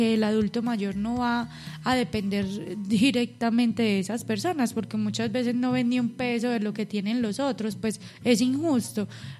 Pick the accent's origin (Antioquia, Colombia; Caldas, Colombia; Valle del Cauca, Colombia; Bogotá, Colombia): Antioquia, Colombia